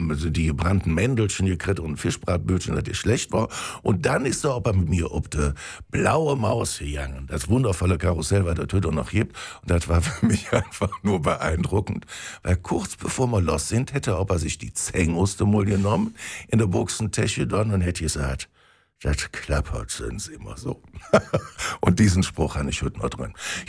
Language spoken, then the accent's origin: German; Düsseldorf, North Rhine-Westphalia, Germany; ich bin ja Ur-Düsseldorfer